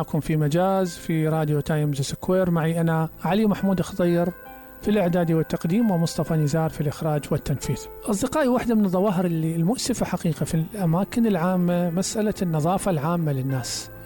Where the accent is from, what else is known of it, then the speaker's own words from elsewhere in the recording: Iraq; احنا نقول انه احنا عراقيين بصاروة